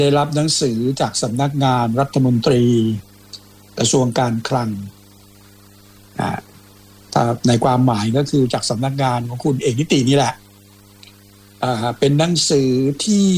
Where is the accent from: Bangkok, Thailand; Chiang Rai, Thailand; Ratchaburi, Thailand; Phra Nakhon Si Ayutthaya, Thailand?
Phra Nakhon Si Ayutthaya, Thailand; Hua Ro; ใช่เด็กหัวรอ